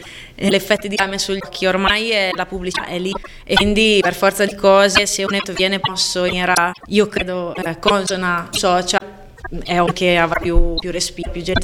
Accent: Lombardy, Italy; moved away as an adult; now in Cremona, Italy; io che vivo in città perché sono di campagna, cioè sono dal Morno, ma vivo a Cremona da 2 anni, da qui vivo proprio a città

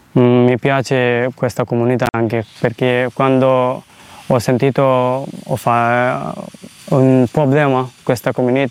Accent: Bangladesh; Italian is a second language; now in Italy; Io vengo dal Bangladesh, arrivato in Italia da 6 mesi.

